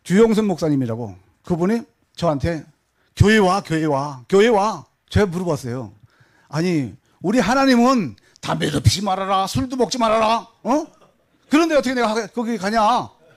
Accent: North Korea; now in South Korea; 그래서 제가 기자회견 할게 해서 나는 북한 놈 맞아.

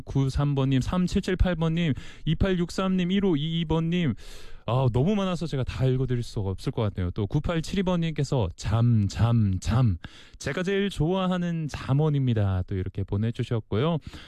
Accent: Seoul, South Korea; now in Busan, South Korea; 저는 서울 사람이라 이 피곤한 상황에서는 아, 졸려라고, 졸리다라고 표현을 하지만

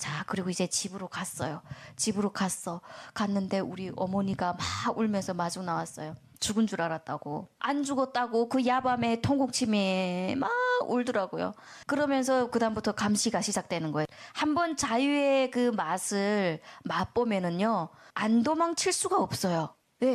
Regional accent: North Korea; moved away; 저는 북한에서 왔잖아요.

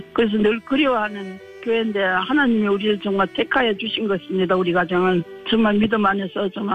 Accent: Seongju, North Gyeongsang, South Korea; 고향은 경상북도 성주군 벽지면이에요. 사면은 많이 나오는 거기. 저는 클 때부터 동네에 가면 교회가 조그만 데 있었어요.

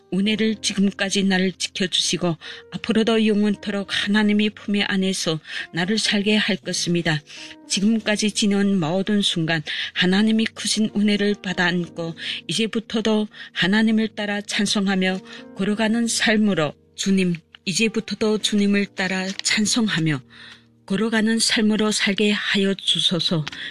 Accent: Tanchon, South Hamgyong, North Korea; moved away; 저는 함경남도 단천에서 온

